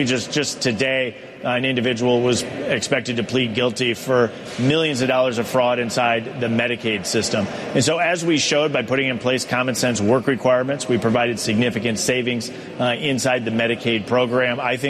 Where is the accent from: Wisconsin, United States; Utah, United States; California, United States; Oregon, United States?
Wisconsin, United States; In my home state of Wisconsin